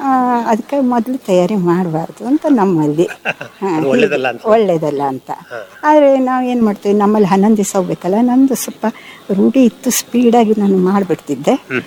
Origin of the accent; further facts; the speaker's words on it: Karnataka, India; also born or lived in Dandeli / Haliyal; ನಮ್ಮ ಉತ್ತರ ಕನ್ನಡದಲ್ಲಿ ಕಂಪ್ಲೀಟ್, ಉತ್ತರ ಕನ್ನಡ ಕಂಪ್ಲೀಟ್.